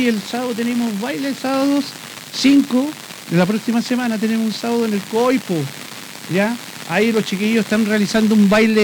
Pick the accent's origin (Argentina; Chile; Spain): Chile; Somos nosotros los chilenos.